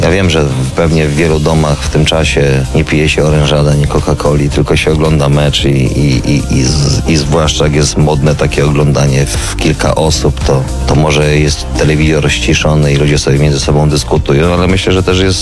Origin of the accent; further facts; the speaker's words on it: Dębica, Subcarpathian Voivodeship, Poland; moved away as an adult; now in Warsaw, Poland; ja jestem z Dębicy. Z Dębicy